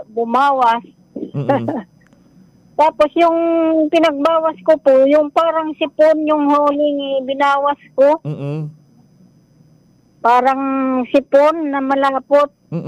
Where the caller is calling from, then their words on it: Bula, Bicol Region, Philippines; Dito po sa Bacolodyo, Bula.